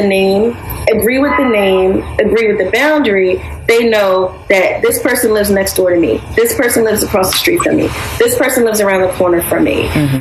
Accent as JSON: {"language": "English", "town": "Philadelphia", "region": "Pennsylvania", "country": "United States", "tie": "born or raised there", "said": "I lived in a lot of different neighborhoods in North Philly growing up. And I made Brewerytown Sharswood my home almost 14 years ago."}